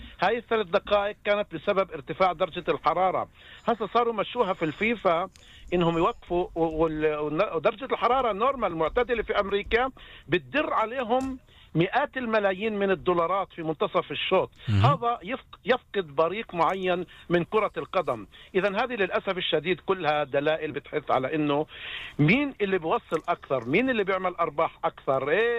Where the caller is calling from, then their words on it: Nablus, West Bank, Palestine; أنا بحكي معاكم من نابلس، أنا مستمع لهالإذاعة